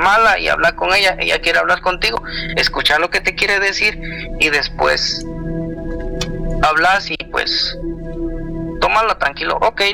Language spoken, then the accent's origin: Spanish; Guatemala; now in United States; yo soy de Guatemala